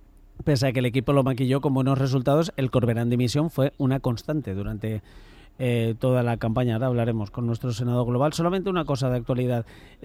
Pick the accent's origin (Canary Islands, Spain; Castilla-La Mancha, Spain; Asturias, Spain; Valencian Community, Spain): Valencian Community, Spain; Yo lo digo porque en mi pueblo y en los pueblos de alrededor, recuerdo aquel tan bestia de la Eurocopa de 2012